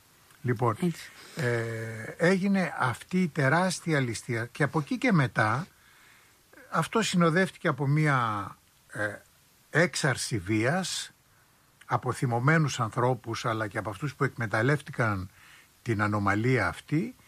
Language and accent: Greek; Istanbul, Turkey; now in Greece; οι ίδιοι είμαστε πρόσφυγες, εγώ είμαι από την Κωνσταντινούπολη